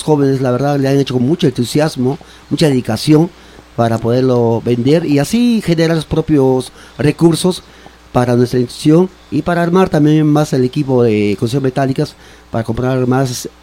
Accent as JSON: {"language": "Spanish", "town": "San Ramón", "region": "Junín", "country": "Peru", "tie": "born or raised there", "said": "Soy de San Ramón, nacido en San Ramón, Chachamayo."}